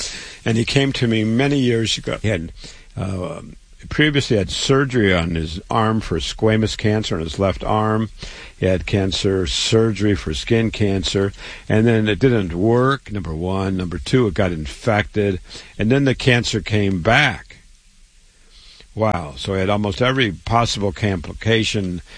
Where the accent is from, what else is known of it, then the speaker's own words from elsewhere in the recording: Waterloo, Iowa, United States; So I was born in Waterloo, Iowa. … I went to public school there, university, MD, real medical doctor at age 25